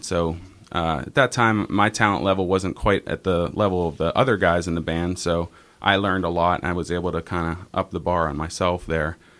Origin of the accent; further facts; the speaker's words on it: Cranberry Township, Pennsylvania, United States; also born or lived in Wexford; I'm from Pittsburgh, Cranberry Township. So most of my life I lived there. I moved there when I was about 4 years old.